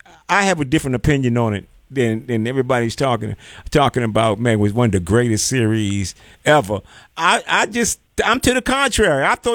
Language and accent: English; East Coast, United States; I'm from the East Coast. I love me some New York. I got half my people in New York.